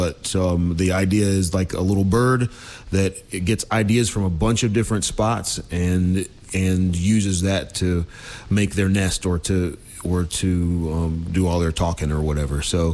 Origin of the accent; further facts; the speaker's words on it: Stewartsville, Virginia, United States; I grew up in Bedford County, Stuartsville.